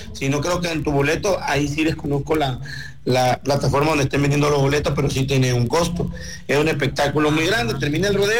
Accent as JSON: {"language": "Spanish", "region": "Tabasco", "country": "Mexico", "said": "soy tabasqueño."}